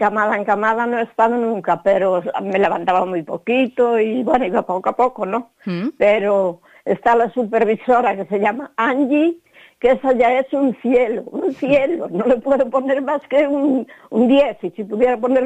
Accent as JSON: {"language": "Spanish", "town": "Pontevedra", "region": "Galicia", "country": "Spain", "said": "Soy de aquí de Pontevedra, ¿sí? Justo pasado."}